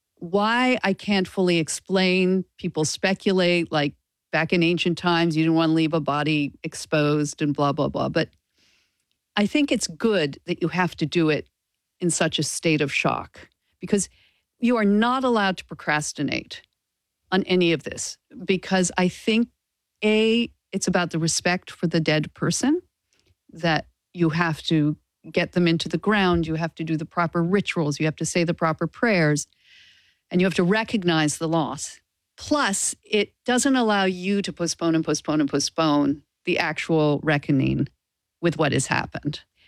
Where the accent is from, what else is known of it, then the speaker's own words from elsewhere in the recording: Canada; I was very attracted to Judaism as a religion. I grew up Episcopal in Canada. I wasn't not religious, but I just took it as it was given to me.